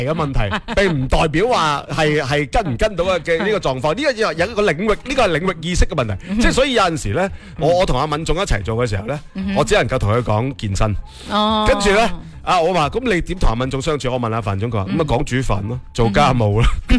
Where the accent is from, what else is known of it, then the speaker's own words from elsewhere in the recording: Guangzhou, Guangdong, China; 咁所以就嗰间就系我作为广州人，点解我睇唔明佢嘅名嘅？